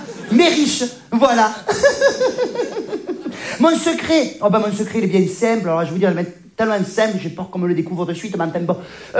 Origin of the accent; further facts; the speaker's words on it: Provence-Alpes-Côte d'Azur, France; Oui, je viens du sud de la France, oui. Ah, je suis provençale.